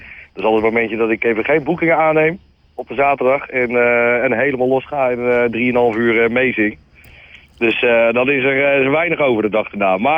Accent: North Brabant, Netherlands; Alleen, dat is niet zo, ik kom uit Brabant.

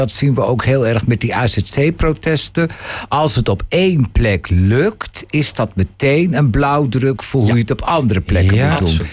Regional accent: Nijkerk, Gelderland, Netherlands; want ik kom uit Nijkerk, dat is toch ook puur Bijbelbelt.

